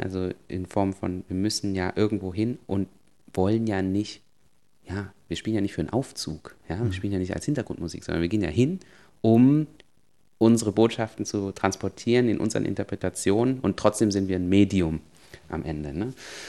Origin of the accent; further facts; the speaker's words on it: Germany; born there; Also ich selber, ja, ich bin geboren in Deutschland von einem sogenannten bio-weißen deutschen Vater und einer koreanischen Mutter.